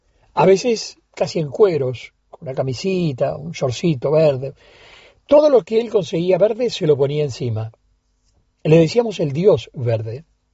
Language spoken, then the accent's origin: Spanish; Montevideo, Uruguay; yo soy montevideano, de la zona de el barrio Bolívar. A mí me encantaba decir en las estribaciones del Cerrito de la Victoria. Y allí en la calle Juan Cruz Varela, Cardoso, esa era mi zona.